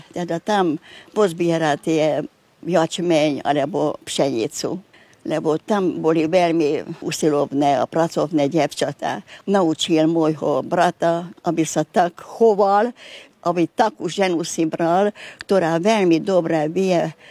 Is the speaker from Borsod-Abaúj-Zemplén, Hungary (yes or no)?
yes; Bükkszentkereszt, Borsod-Abaúj-Zemplén, Hungary; To je ako nemecké slovo, ale u nás v Novej Hute tak hovorili, že šlogár, kto pracoval v lese, pilil drevo.